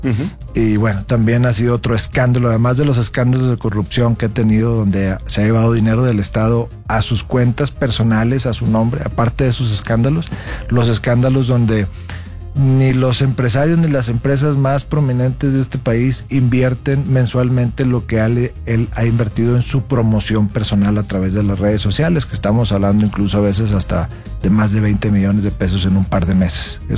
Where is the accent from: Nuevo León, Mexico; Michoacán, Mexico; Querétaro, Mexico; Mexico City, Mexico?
Nuevo León, Mexico; como somos los regios y como somos la gente de Nuevo León, somos muy directos, muy francos